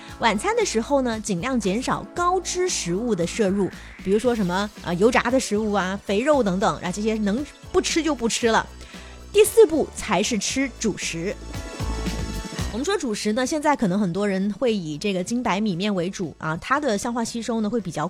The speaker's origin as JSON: {"language": "Chinese", "region": "Guangdong", "country": "China", "said": "我们广东人"}